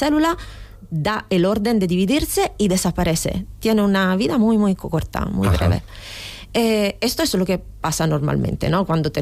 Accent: Italy; Spanish is a second language; Y perdóname, yo soy italiana, entonces utilizaré ejemplos italianos.

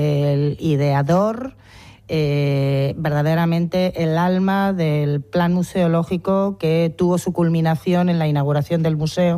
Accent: Zaragoza, Aragon, Spain; moved away as an adult; now in Cantabria, Spain; yo soy de Zaragoza y que aterricé en Cantabria precisamente porque elegí como destino venir a trabajar a Altamira.

